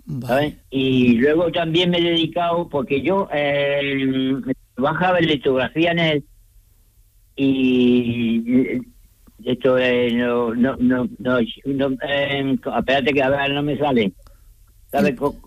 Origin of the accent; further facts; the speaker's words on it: Montejícar, Andalusia, Spain; born there; Yo nací en Montejica.